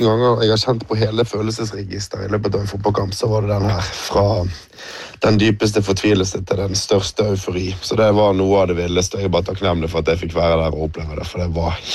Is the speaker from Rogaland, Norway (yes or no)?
no; Bergen, Vestland, Norway; og da er man stolt som bergenser også.